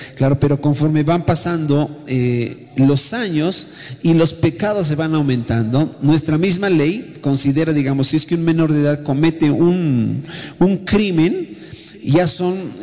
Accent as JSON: {"language": "Spanish", "country": "Bolivia"}